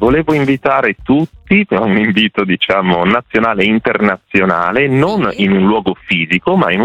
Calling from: Milan, Lombardy, Italy; da Milano

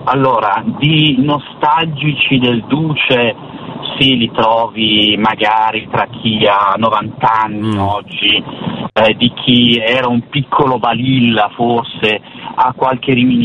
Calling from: Milan, Lombardy, Italy; sono da Milano.

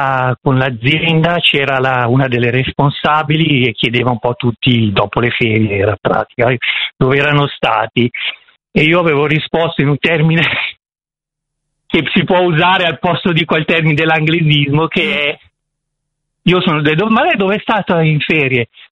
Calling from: Lombardy, Italy; Ciao, io non sono di Milano, però abito in provincia di Como.

